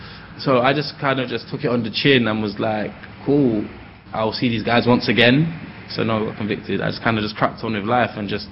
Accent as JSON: {"language": "English", "region": "London", "country": "United Kingdom", "tie": "born or raised there", "said": "to see how privileged you are to have been growing up in London"}